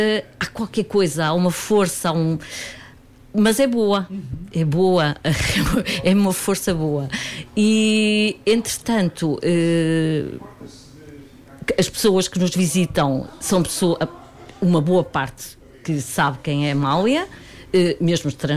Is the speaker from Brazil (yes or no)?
no; Portugal; eu sou portuguesa